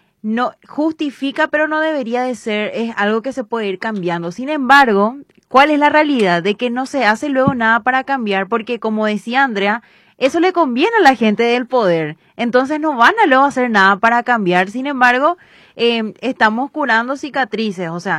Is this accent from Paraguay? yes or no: yes; Paraguay; nosotros como paraguayos tenemos que tener en cuenta.